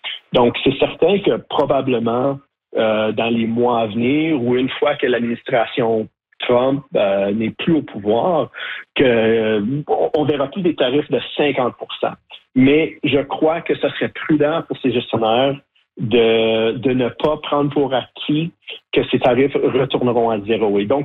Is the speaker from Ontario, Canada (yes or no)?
yes; Sudbury, Ontario, Canada; born there; je suis né à Sudbury et ma mère est originaire de Mattawa, dans le nord de l'Ontario.